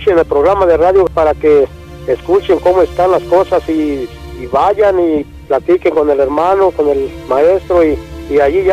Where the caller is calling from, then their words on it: Tizapán el Alto, Jalisco, Mexico; De Tizapán el Alto.